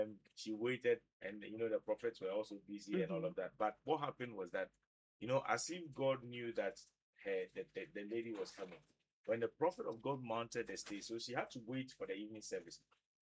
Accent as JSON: {"language": "English", "town": "Tamale", "region": "Northern Region", "country": "Ghana", "said": "And the lady came all the way from the north. I'm from Tamale."}